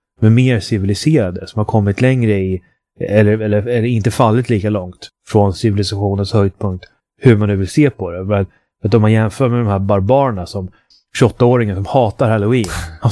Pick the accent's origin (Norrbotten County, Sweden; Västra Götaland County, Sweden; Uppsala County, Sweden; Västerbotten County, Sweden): Uppsala County, Sweden; Uppsala; som jag kommer från Uppsala.